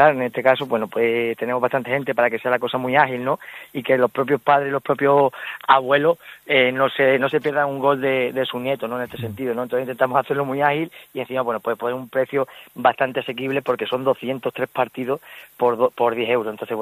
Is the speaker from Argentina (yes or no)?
no; Talarrubias, Extremadura, Spain; mi pueblo, ¿no?, que es muy pequeñito